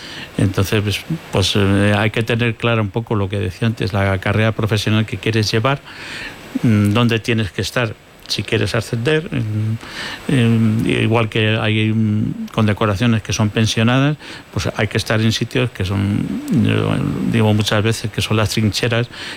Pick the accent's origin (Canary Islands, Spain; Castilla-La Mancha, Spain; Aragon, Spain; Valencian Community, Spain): Castilla-La Mancha, Spain; Alcázar de San Juan; yo soy de Alcázar de San Juan, que es un pueblo de tradición ferroviaria.